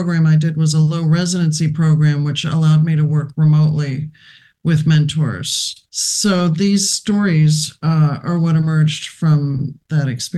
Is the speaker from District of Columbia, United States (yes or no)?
yes; Washington, District of Columbia, United States; now in Mathews County, Virginia, United States; I'm originally from Washington, D.C., and have lived the last 20 years in a small rural community in Tidewater, Virginia, with Kat and our adopted daughter from China.